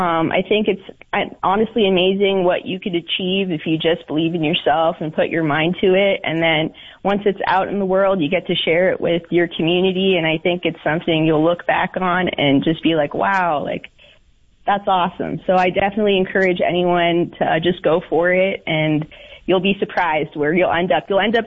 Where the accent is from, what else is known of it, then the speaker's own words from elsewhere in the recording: Windsor, Ontario, Canada; moved away; I grew up in Windsor